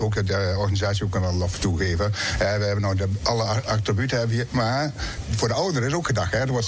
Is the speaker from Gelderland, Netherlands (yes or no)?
yes; Gelderland, Netherlands; accent: soft G; now in Noordscheschut, Netherlands; Ik kom uit de buurt van Arnhem.